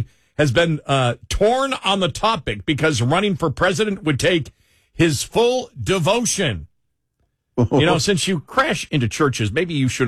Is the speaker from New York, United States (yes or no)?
yes; Buffalo, New York, United States; accent: Buffalo; I really can't get away with that with my Buffalo accent, can I?